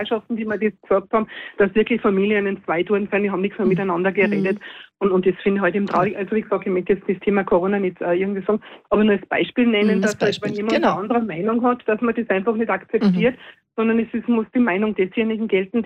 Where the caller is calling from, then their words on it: Salzburg, Austria; ich bin aus Salzburg.